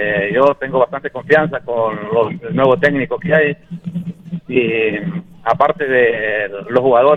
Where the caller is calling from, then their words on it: Tegucigalpa, Francisco Morazán, Honduras; De Tegucigalpa.